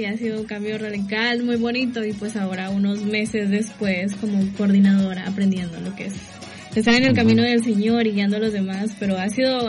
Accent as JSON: {"language": "Spanish", "region": "San Miguel", "country": "El Salvador", "said": "Soy de San Miguel, El Salvador."}